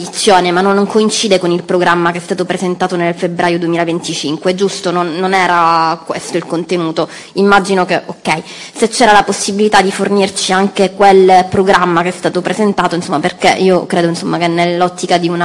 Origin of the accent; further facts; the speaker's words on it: Sicily, Italy; sono siciliana